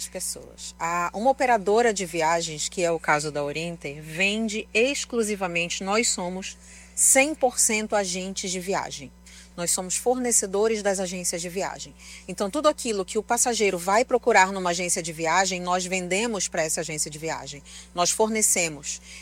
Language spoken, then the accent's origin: Portuguese; Pará, Brazil; Sou paraense, sou bairrista pra caramba.